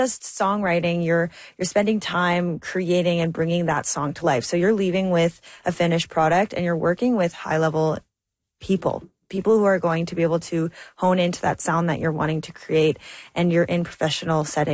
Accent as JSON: {"language": "English", "town": "Thunder Bay", "region": "Ontario", "country": "Canada", "said": "I'm from Thunder Bay, Ontario."}